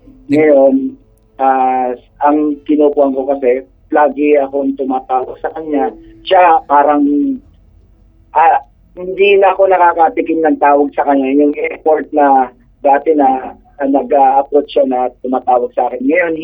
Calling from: Pasay, Metro Manila, Philippines; Taga Pilder 1, Pasay.

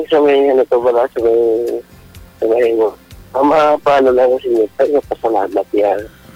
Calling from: Bacolod, Western Visayas, Philippines; Dito sa Bacolod.

